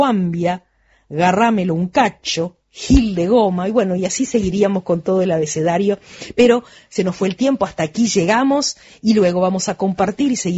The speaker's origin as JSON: {"language": "Spanish", "country": "Uruguay", "said": "lo que somos como uruguayos"}